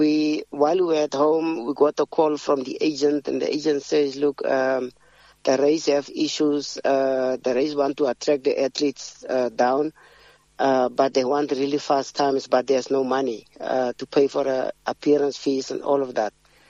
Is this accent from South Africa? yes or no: yes; Northern Cape, South Africa; I'm proud as a South African and from a small town in the Northern Cape in the Republic of South Africa of Prisca, you know, dusty streets, start from a humble beginnings